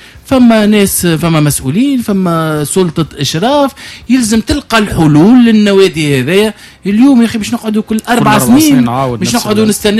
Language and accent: Arabic; Tunisia; احنا التوانسه